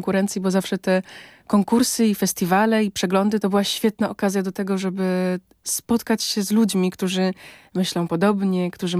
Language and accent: Polish; Szamotuły, Greater Poland Voivodeship, Poland; Ja jestem z Szamotu, z Wielkopolski.